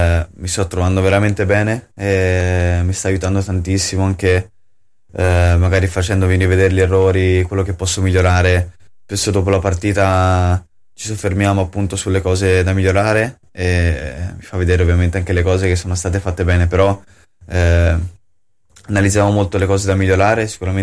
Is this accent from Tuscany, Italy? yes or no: yes; Viareggio, Tuscany, Italy; now in Cagliari, Italy; Io sono di Viareggio